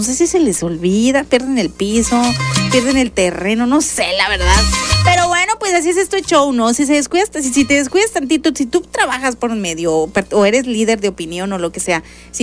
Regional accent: Mexico; a nosotros como mexicanos

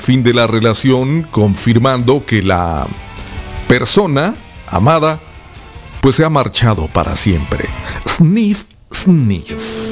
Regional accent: Guadalajara, Jalisco, Mexico; cuando era niño en Guadalajara

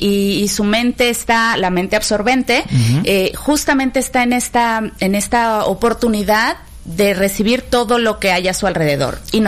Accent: Mexico City, Mexico; born there; mientras vivíamos en la Ciudad de México

